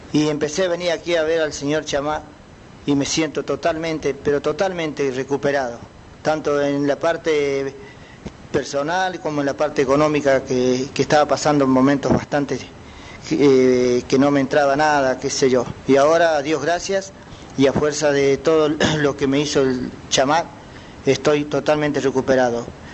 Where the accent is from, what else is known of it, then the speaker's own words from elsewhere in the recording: San Antonio, Santa Fe, Argentina; soy de San Antonio, a 20 kilómetros de la ciudad de Rafaela.